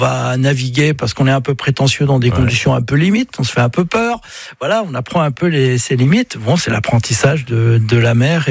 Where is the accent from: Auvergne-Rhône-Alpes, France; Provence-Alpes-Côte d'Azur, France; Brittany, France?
Brittany, France